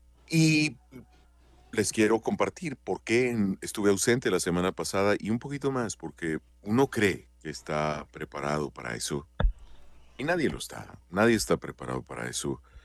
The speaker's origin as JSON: {"language": "Spanish", "town": "Cuauhtémoc", "region": "Chihuahua", "country": "Mexico", "tie": "born or raised there", "said": "Cuando muere mi madre allá en 1987, en enero del 87, 13 de enero, donde falleció y fue sepultada allá en mi ciudad Cuauhtémoc"}